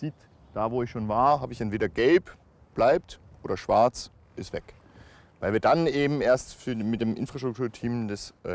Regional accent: Austria; diese FKK-Kultur, die ja für mich komplett fremd war als Österreicher

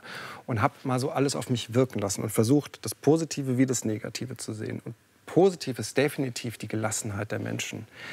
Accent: Northern Germany, Germany; also born or lived in Sweden

